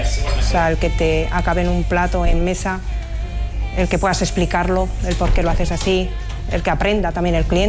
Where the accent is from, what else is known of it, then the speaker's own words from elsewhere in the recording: Santurce, Basque Country, Spain; also born or lived in Barakaldo; Yo soy nacida en Baracaldo, pero santurciarra, o sea, de Santurce.